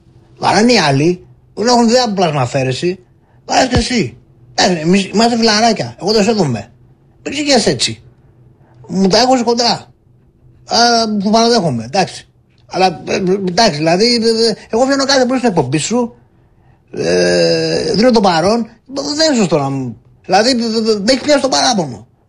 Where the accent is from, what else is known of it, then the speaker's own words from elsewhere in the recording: Greece; born there; Αν την προσευχή μου που γεννήθηκα στην Ελλάδα, γιατί αλλού θα πήγα να πάρει με τις κούπες.